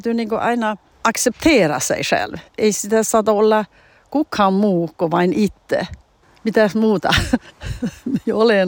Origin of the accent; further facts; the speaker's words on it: Norrbotten County, Sweden; en minä usko, että se on niin kuin, että minä olen tornionlaaksolainen, mutta minä uskon, että se on minun persoonlighet.